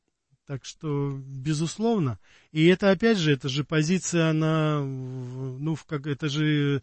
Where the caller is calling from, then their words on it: Krasnodar, Krasnodar Krai, Russia; Ну, всем привет, я передаю из Краснодара.